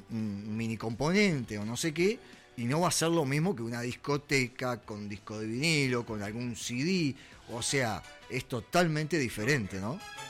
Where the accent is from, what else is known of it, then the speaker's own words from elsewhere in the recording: Uruguay; los uruguayos somos así